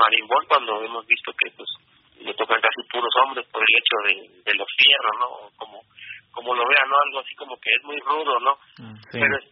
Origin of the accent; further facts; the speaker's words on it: Veracruz, Mexico; Yazaret y yo somos de aquí del puerto de Veracruz, Luz también, pero con influencia de Jalapa y de Tlacotalpan, y Poster es de Ciudad Lerdo, entonces así como que una mezcla, pero todos radicamos en el puerto.